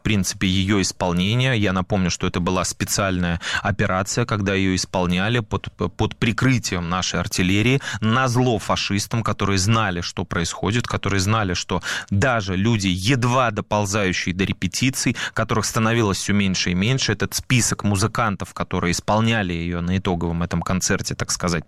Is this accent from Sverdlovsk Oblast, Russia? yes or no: no; Saint Petersburg, Russia; я как ленинградец, как потомок людей, которые прошли блокаду, потомок людей, которые погибли